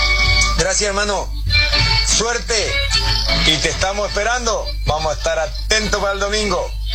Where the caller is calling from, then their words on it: Nogoyá, Entre Ríos, Argentina; estamos volviendo para Nogoyá